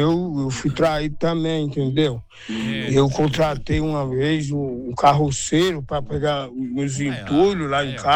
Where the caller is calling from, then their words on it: Vitória da Conquista, Bahia, Brazil; Sou de Vitória da Conquista.